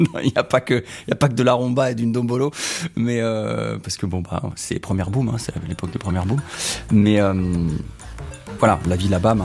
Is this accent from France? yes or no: no; Turin, Piedmont, Italy; born there; Histoire de famille. Hein. Donc moi, je suis né en 81 à Turin. Mais en fait, depuis quelques années déjà, mes parents voyageaient par le monde, de par le travail de mon père.